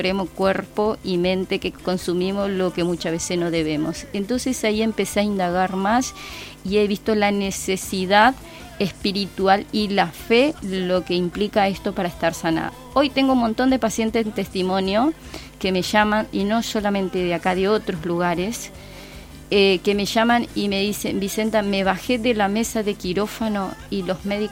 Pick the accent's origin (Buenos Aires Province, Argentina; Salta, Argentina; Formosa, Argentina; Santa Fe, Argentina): Formosa, Argentina; moved away; Yo soy de la provincia de Formosa.